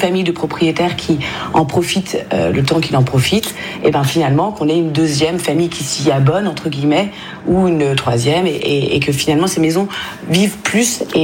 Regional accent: Brittany, France; je viens de Bretagne, donc pas très loin de la Normandie. Et j'ai grandi avec ces maisons secondaires vides. Il y en a beaucoup en Bretagne.

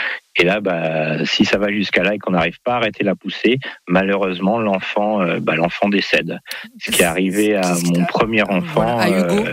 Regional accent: Normandy, France

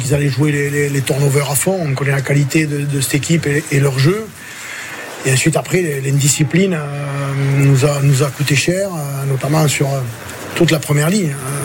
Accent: Occitanie, France; chez nous en Catalogne.

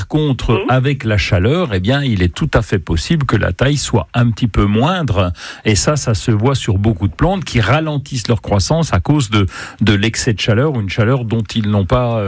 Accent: Grand Est, France; chez nous en Lorraine

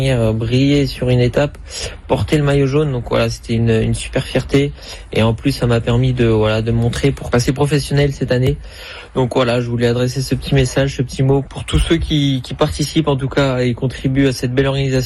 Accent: Centre-Val de Loire, France; Moi, je suis du natif du Loiret

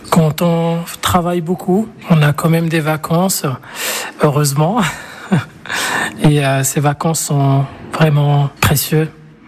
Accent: Casablanca, Casablanca-Settat, Morocco; now in Poitiers, France; Je suis de Casablanca, je vis à Poitiers.

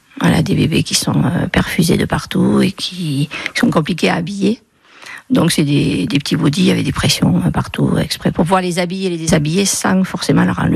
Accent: Nouvelle-Aquitaine, France; accent: south-west; moved away as an adult; also born or lived in Gironde; now in Franche-Comté, France; Du sud-ouest, sud-Gironde, enfin plutôt Lot-et-Garonne. Voilà, moi, quand j'étais petite, j'habitais en Lot-et-Garonne.

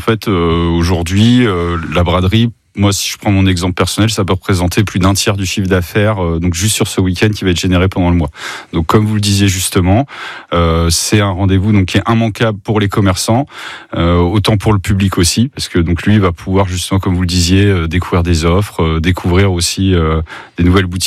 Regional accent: Centre-Val de Loire, France; quand j'étais enfant, j'habitais pas à Châteauroux, j'habitais dans le département

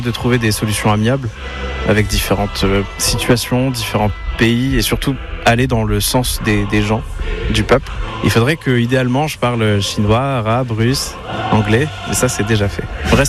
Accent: La Chapelle-d'Armentières, Hauts-de-France, France; je viens de la chapelle d'Armentières.

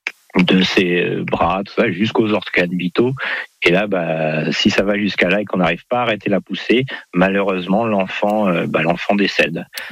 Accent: Normandy, France; Alors, on est normand, c'est pour ça qu'on va souvent...

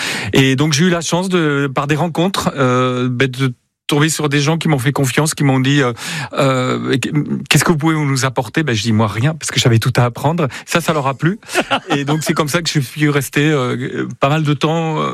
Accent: Paris, Île-de-France, France; moved away as an adult; now in Basque Country, France; avant 88, je viens de Paris, okay, où j'ai fait mes études, mes premiers pas, etc.

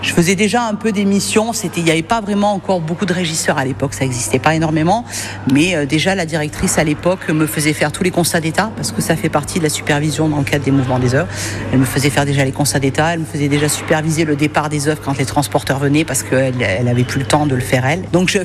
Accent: Valence, Auvergne-Rhône-Alpes, France; moi, je suis originaire de Valence, hein, donc je ne suis pas allée bien loin en fait.

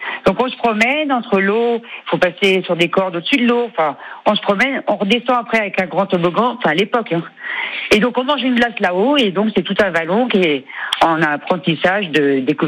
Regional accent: Brittany, France; À moitié du Finistère, du cul du Finistère, du Finistère.

